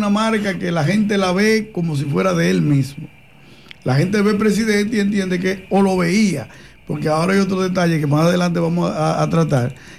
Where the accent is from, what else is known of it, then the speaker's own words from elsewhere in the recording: Dominican Republic; nosotros los dominicanos es lo contrario